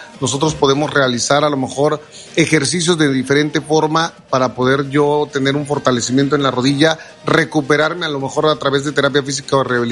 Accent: Veracruz, Mexico; No, soy de Veracruz. Gracias, orgullosamente veracruzano y para los veracruzanos.

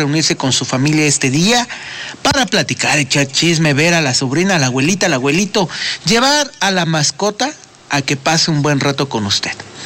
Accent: Mexico; lo tenemos que reconocer como mexicanos

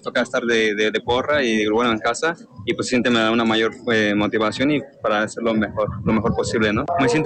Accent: Tlaxcala, Mexico; siendo locales aquí en Tlaxcala

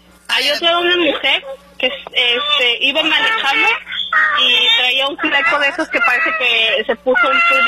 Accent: Mexico City, Mexico; born or raised there

